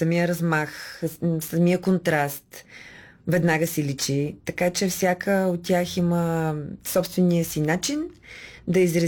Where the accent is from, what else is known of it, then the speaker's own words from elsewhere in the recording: Burgas, Burgas Province, Bulgaria; Аз съм бургазлийка